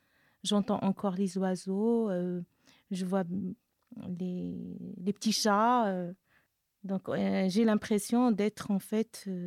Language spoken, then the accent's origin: French; Rabat, Rabat-Salé-Kénitra, Morocco; now in Caen, France; 54 ans. Je vis à Caen depuis à peu près 30 ans. Je suis native à Rabat au Maroc. Je suis arrivée à Caen dans le cadre d'un regroupement familial. Je suis restée à peu près toujours dans le même quartier. Il y a eu deux déménagements